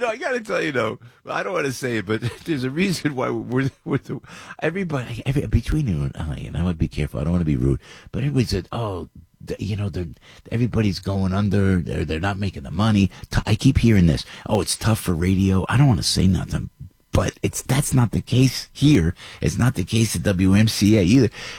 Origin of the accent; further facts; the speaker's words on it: United States; We're American.